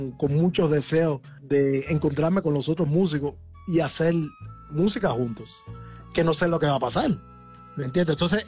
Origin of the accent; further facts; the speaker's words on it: Cuba; now in United States; que soy cubano con tantos bajistas buenos que hay acá, que nacieron en este país, en Estados Unidos.